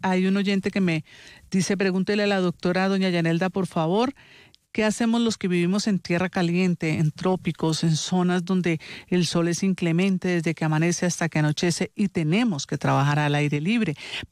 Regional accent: Sincelejo, Sucre, Colombia; yo veo mucho en la costa caribe, yo soy de Sincelejo incluso

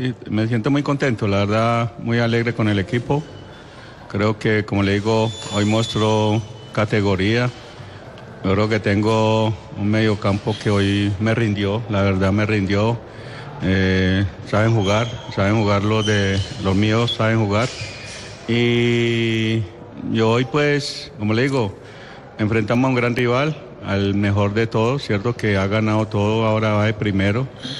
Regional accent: Antioquia, Colombia; Yo no puedo cambiar mi ciudad de nacimiento, no la puedo cambiar nunca. Soy antioqueño, ¿cierto?

